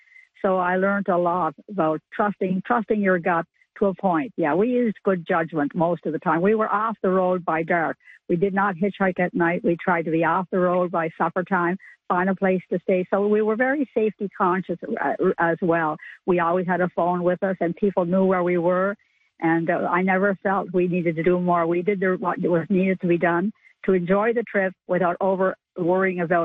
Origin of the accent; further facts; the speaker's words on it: Canada; moved away; being a Canadian and being in a different part of the country than where we grew up